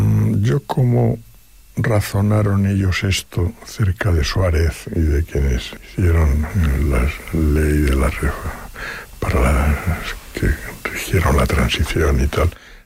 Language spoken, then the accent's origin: Spanish; Madrid, Community of Madrid, Spain; born there; Digo: «Yo nací en Madrid».